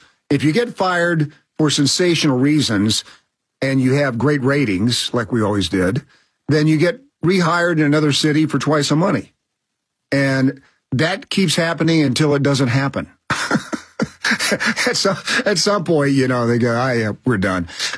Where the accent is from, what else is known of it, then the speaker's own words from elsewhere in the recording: Knoxville, Tennessee, United States; I mean, that radio station, as a kid growing up in Knoxville, Tennessee, that was my dream.